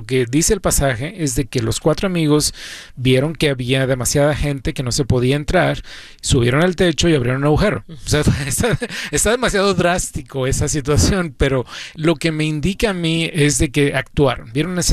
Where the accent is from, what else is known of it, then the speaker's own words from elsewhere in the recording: Mexico; now in United States; yo soy de México